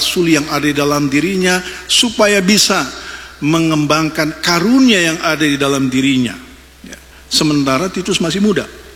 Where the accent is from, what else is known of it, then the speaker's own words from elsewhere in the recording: Palembang, South Sumatra, Indonesia; born there; ketika satu waktu saya masih kecil, Saya pulang ke tempat kelahiran saya di Palembang.